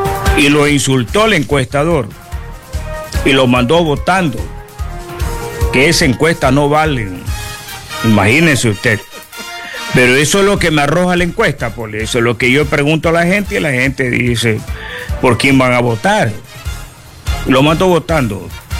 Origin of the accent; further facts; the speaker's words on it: El Oro, Ecuador; Buenos días en mi provincia del Oro. Buenos días en mi país Ecuador.